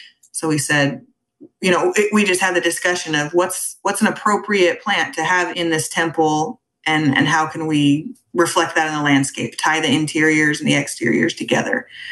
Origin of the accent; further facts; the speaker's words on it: Western and Midwestern United States, United States; now in Florida, United States; I'm a bit of a nomad. I'm from the Western and Midwestern United States. I've bounced around a lot, but I met and married a Florida boy.